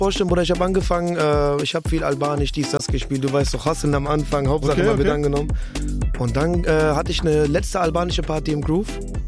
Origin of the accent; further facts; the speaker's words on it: Lower Saxony, Germany; now in Bremen, Germany; Ich komme aus, ich bin mittlerweile Bremer, ich komme eigentlich hinter Oldenburg aus dem Kleinstadt Friseute.